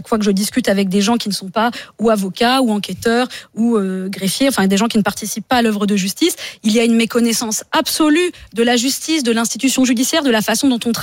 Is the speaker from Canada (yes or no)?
no; Occitanie, France; born there; j'ai signé mon roman dans ma région natale qui est le Tarn.